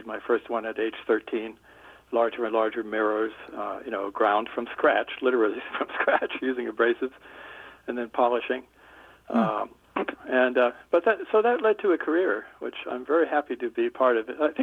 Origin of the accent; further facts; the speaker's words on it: New Jersey, United States; You know, from early childhood on, I grew up in on the East Coast, New Jersey, and started to use small telescopes there